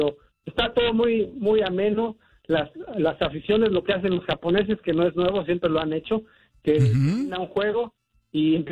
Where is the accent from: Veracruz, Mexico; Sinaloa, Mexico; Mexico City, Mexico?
Mexico City, Mexico; siempre me han tratado muy bien, aunque sepan que soy chilango, yo nunca he tenido problemas por eso.